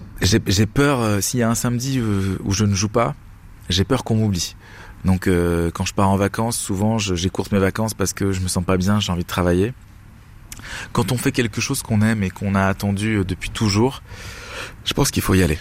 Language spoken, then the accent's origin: French; German-speaking Switzerland, Switzerland; Le seul moment où vraiment je me ressource, c'est quand je rentre chez moi en Suisse allemande.